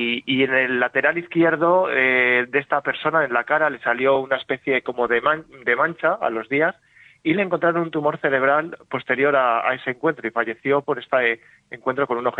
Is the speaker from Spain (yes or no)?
yes; Morales de Toro, Castile and León, Spain; Yo soy de Morales de Toro, de la provincia de Zamora